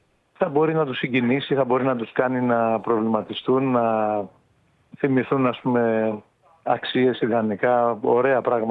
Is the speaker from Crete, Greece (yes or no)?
no; Kefalonia, Ionian Islands, Greece; Εγώ είμαι από την Κεφαλονιά